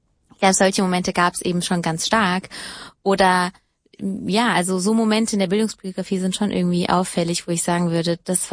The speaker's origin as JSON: {"language": "German", "region": "Hesse", "country": "Germany", "tie": "born or raised there"}